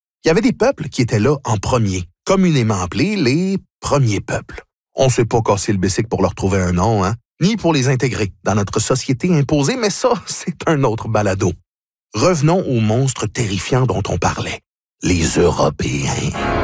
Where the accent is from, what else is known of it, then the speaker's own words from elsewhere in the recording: Terrebonne, Quebec, Canada; je viens de Terrebonne.